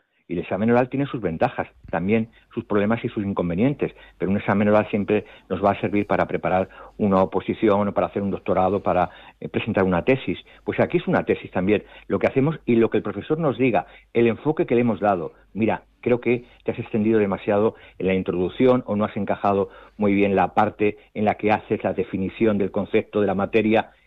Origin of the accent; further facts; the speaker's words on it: Toledo, Castilla-La Mancha, Spain; yo soy de Toledo